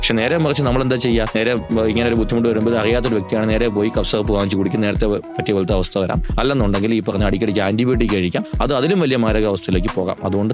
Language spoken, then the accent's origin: Malayalam; Kerala, India; ഞാൻ കുന്നുകൂടി സ്വദേശിയാണ്.